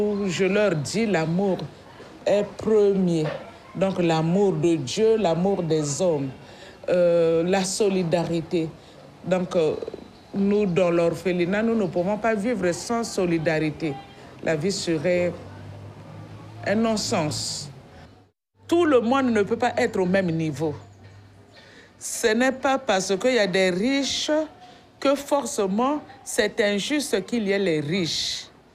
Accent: Republic of the Congo; Je suis religieuse, je suis congolaise, j'habite au Congo-Brazzaville, à Brazzaville, en Pila.

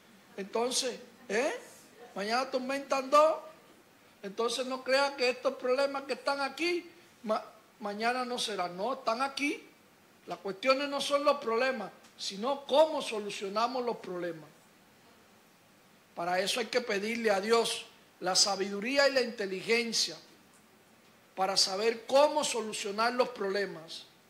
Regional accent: Cuba; Los que somos cubanos

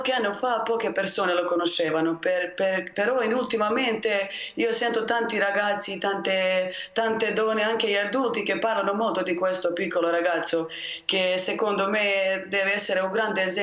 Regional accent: Medjugorje, Federation of Bosnia and Herzegovina, Bosnia & Herzegovina; Italian is a second language; Sì, sono croata che vivo in Međugorje da quando sono nata.

